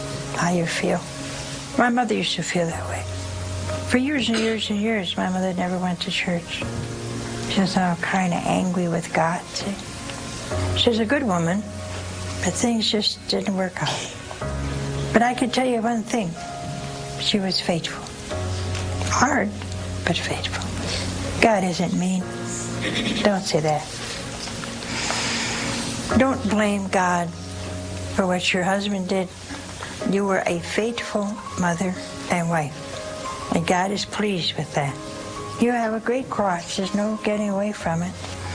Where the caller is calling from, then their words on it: Chicago, Illinois, United States; Chicago, Illinois.